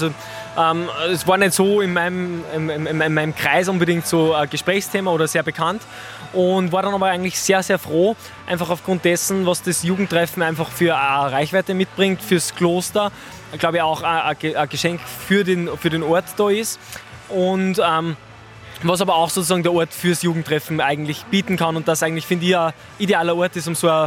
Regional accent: Upper Austria, Austria; also born or lived in Kremsmünster; Ja, man könnte sagen Kremsmünsterer, weil ich hier maturiert habe und auch zur Schule gegangen bin. Also meine schulische und geistliche Heimat sozusagen, aber ich komme eigentlich aus dem Nachbarort.

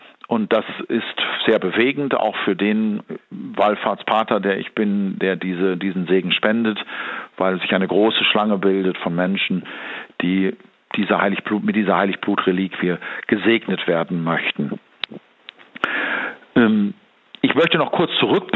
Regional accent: North Rhine-Westphalia, Germany; Ich bin gebürtiger Münsterländer aus Westfalen, und in der Nähe meines Heimatortes, in der Nähe von Osnabrück

